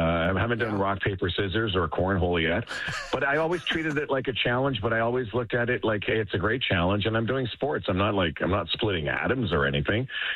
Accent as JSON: {"language": "English", "town": "Winnipeg", "region": "Manitoba", "country": "Canada", "tie": "born or raised there", "said": "I grew up in Winnipeg, the AFCO Cup and WHA days"}